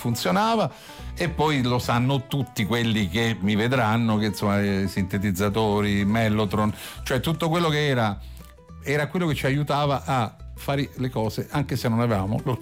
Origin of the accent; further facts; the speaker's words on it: Bologna, Emilia-Romagna, Italy; io sono di Bologna, esatto.